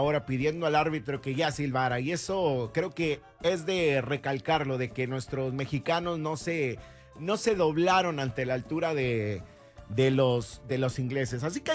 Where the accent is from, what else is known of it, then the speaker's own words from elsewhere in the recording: Mexico; Y como mexicanos volvimos a creer, como mexicanos volvimos a unirnos